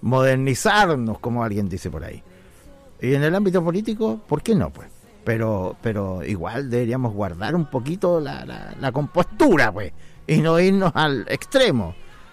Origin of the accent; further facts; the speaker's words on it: Chile; O sea, debe preocuparnos como ciudadanos chilenos, debe preocuparnos.